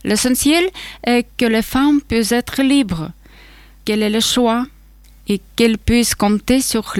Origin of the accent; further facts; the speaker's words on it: Ukraine; French is a second language; moved away as an adult; now in France; Je viens d'Ukraine. Je suis arrivée en France en 2023.